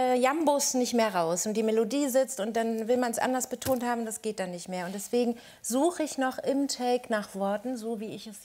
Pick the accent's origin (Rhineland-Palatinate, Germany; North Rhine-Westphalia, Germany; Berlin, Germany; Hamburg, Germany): Berlin, Germany; Als Berlinerin wurde ich natürlich im SO36 angesprochen.